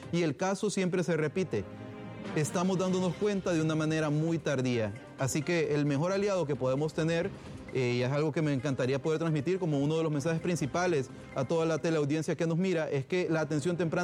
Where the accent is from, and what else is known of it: Honduras